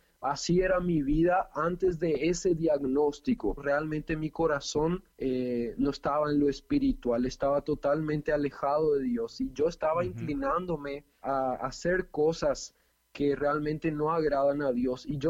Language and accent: Spanish; Paraguay; born there; estamos viviendo acá en Paraguay, y tengo dos hermanitas también, una hermana que nació acá en Paraguay, yo nací en Paraguay también, y la más pequeña nació hace casi un año también acá en Paraguay.